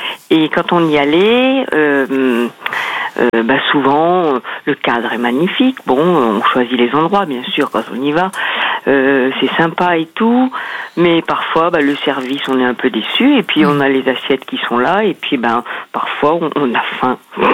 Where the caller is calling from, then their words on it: Auvergne-Rhône-Alpes, France; Du Puy-de-Dôme.